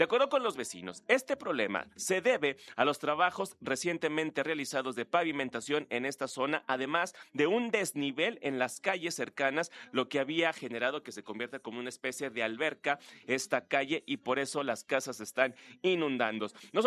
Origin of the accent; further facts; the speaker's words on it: Mexico; soy duranguense